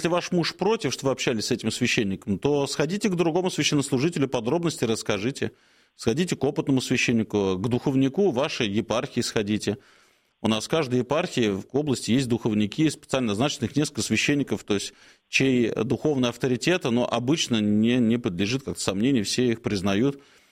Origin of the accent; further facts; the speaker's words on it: Moscow, Russia; я сам москвич коренной